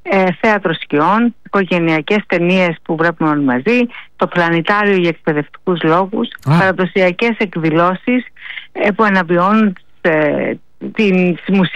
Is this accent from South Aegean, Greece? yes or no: yes; Filoti, South Aegean, Greece; Από το Φιλότι στην Άξου